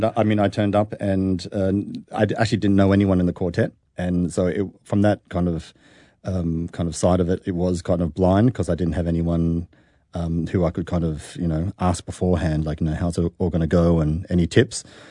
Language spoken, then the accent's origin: English; Australia; accent: Australian; It's still after a few beers, I still then kind of pick up my Australian accent agai